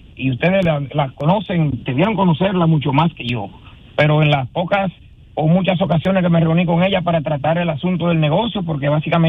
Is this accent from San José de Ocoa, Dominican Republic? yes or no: yes; San José de Ocoa, Dominican Republic; moved away; mi pueblo natal, San José de Ocoa, donde todo el que me conoce sabe quién es